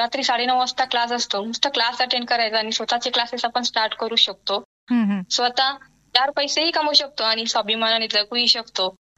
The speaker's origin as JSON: {"language": "Marathi", "region": "Maharashtra", "country": "India", "tie": "born or raised there", "moved": "as an adult", "lives_now": "Mumbai, India", "said": "माझं माहेर आणि सासर दोन्ही ब्राह्मण गाव कोपरगाव तालुक्यामध्ये, जे शिर्डी जवळ आहे."}